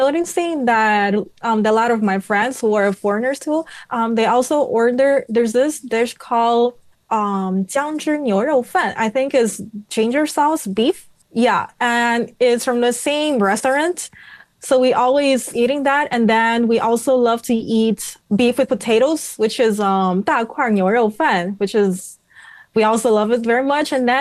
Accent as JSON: {"language": "English", "country": "Mozambique", "moved": "as an adult", "lives_now": "Beijing, China", "said": "I'm from Mozambique, and I'm currently studying in Beijing"}